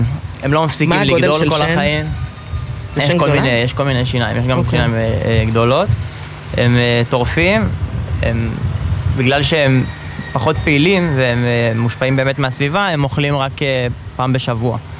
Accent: Central District, Israel; נולדתי במושב, תמיד גדלתי בסביבת בעלי חיים.

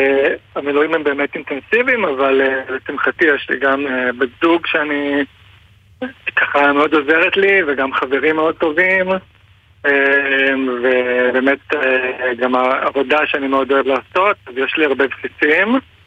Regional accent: Southern District, Israel; moved away as an adult; now in Nahariya, Israel; בדיוק עברתי לנעריה. אני נולדתי וגדלתי בקיבוץ רביבים. אני חבר בתנועת תרבות, חי פה בקיבוץ עירוני.

